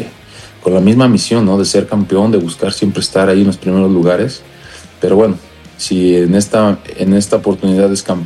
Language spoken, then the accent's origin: Spanish; Mexico; esperando que sea un gran mundial como todo mexicano